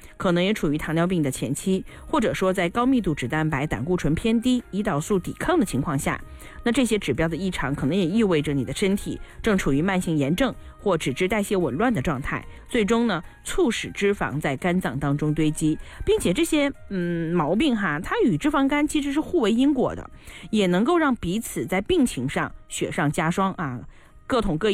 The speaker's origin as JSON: {"language": "Chinese", "country": "China"}